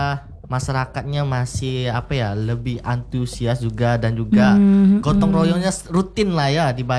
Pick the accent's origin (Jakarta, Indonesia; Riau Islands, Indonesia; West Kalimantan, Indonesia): West Kalimantan, Indonesia; Pontianak; seperti saya lah nih ya, lahir dan besar di kota Pontianak.